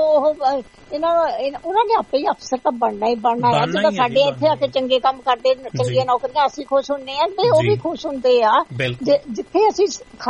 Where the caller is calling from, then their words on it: Banga, Punjab, India; ਸਾਡਾ ਪਿੰਡ ਵਾਲਾ ਘਰ ਰਹਿੰਦਾ ਜਿਹੜਾ ਉੱਥੇ ਉਹਨਾਂ ਨੂੰ ਦਿੱਤਾ ਅਸੀਂ ਤਾਂ ਨਾਲ ਬੰਗੇ ਆ ਗਏ ਹਾਂ ਤਿੰਨਾਂ ਢਾਈ ਤਿੰਨ ਕੁ ਮੀਲ ਤੇ